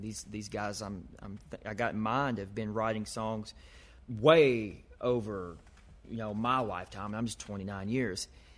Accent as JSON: {"language": "English", "region": "Kentucky", "country": "United States", "tie": "born or raised there", "said": "the way I grew up in Kentucky doing it"}